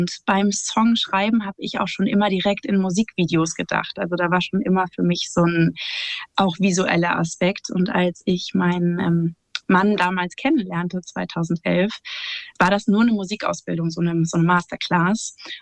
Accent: Berlin, Germany; born there; Ich bin gebürtig aus Berlin, befinde mich aber gerade in Kiel.

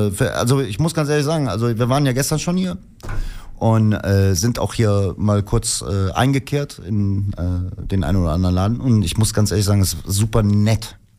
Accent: Cologne, North Rhine-Westphalia, Germany; also born or lived in Bonn; Ich bin eigentlich Urkölner und ich bin nur deswegen Bonner. Und meine Frau zieht mich die ganze Zeit damit auf, dass ich Bonner bin, weil meine Mutter in die Uniklinik gefahren ist. 40 Kilometer, um mich zu gebären.

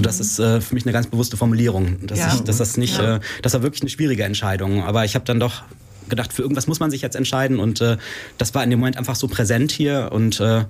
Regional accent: Nordhorn, Lower Saxony, Germany; Ich bin gebürtiger Nordhorner, 39 Jahre alt und bin jetzt seit Oktober hier in Nordhorn

